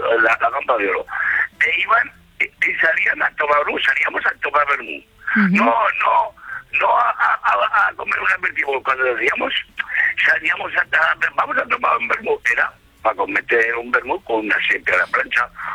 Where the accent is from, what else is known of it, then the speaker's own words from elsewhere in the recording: Gayur, Spain; Eso no lo he comido más que en mi pueblo, en Gayur.